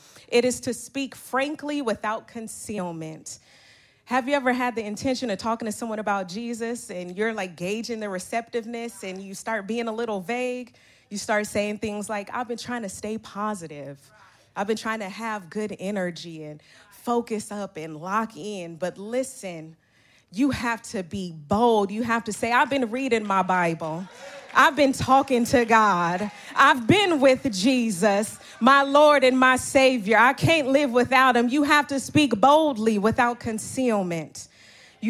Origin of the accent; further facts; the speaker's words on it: Oakland, California, United States; I'm really from Oakland. I know that if I want a hoagie from Meals on Seminary, they're closed on Sunday and they only take cash. I refuse to call it International Boulevard or East 14th.